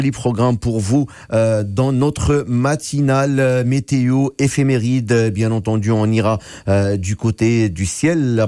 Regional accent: Algeria; now in Canada; il est de ma ville natale. Ses parents sont de ma ville natale en Algérie.

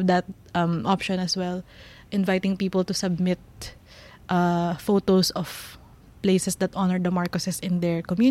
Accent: Philippines; Living in the Philippines, growing up in the Philippines, it is a very different playing field when it comes to navigating our politics and our history.

